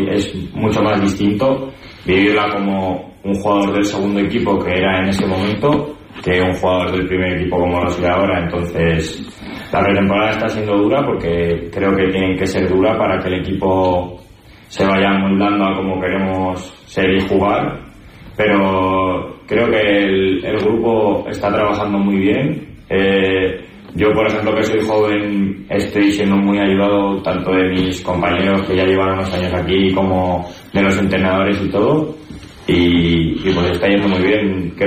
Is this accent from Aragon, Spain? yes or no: no; Navarre, Spain; Pues yo toda mi vida he jugado al fútbol en Navarra, en mi pueblo